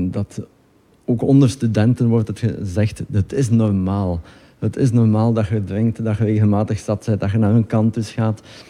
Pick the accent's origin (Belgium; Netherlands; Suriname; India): Belgium; Flanders; born there; West-Vlaming, wel, geboren in Oost-Vlaanderen, gewoond in West-Vlaanderen.